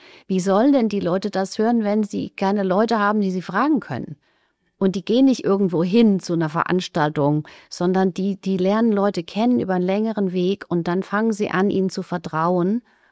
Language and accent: German; West Germany, Germany; moved away as an adult; also born or lived in Argentina; wir kommen aus Westdeutschland